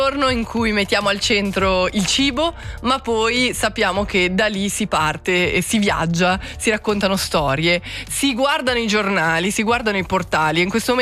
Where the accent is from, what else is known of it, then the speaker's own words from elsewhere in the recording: Switzerland; sono svizzero